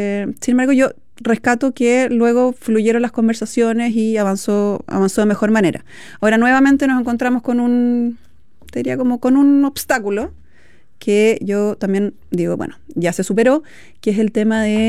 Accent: Chile; Y si en Chile tenemos unos bailes folclóricos maravillosos.

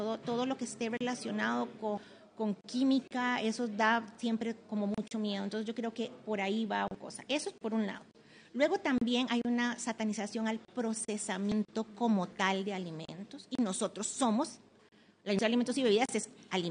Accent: Costa Rica; Costa Rica. ¿No? En mi país tiembla mucho, aquí tiembla mucho.

